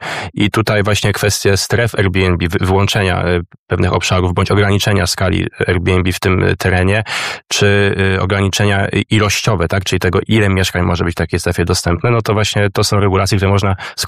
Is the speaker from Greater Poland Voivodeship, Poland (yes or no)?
no; Warsaw, Masovian Voivodeship, Poland; Ja wychowałem się w Warszawie i tutaj dojrzewałem, tutaj skończyłem studia, tutaj pracuję